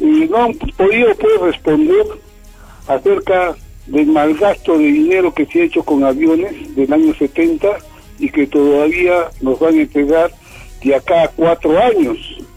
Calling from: Arequipa, Peru; hablo de Cono Norte.

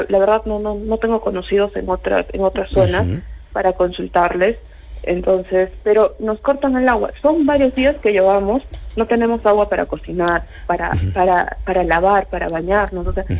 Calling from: Arequipa, Peru; Llamo desde Alto Selva Alegre

